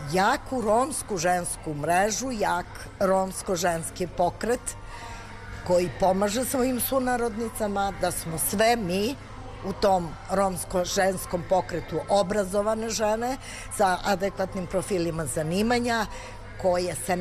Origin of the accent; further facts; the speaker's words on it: Serbia; ja sam bila jedina iz Srbije, predstavljala sam Srbiju